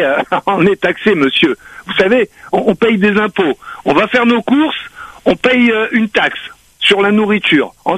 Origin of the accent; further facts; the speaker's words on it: Réunion; now in Perpignan, France; Je suis natif de La Réunion, au T1.